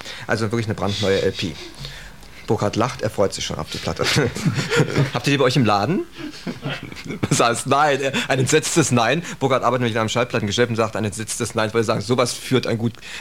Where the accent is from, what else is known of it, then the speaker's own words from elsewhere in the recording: Austria; Das sagt man ganz einfach so als Österreicher.